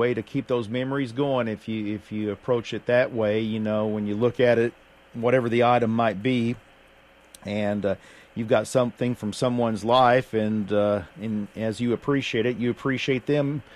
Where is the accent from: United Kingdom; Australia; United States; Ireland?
United States; West Virginia; I grew up over there in West Virginia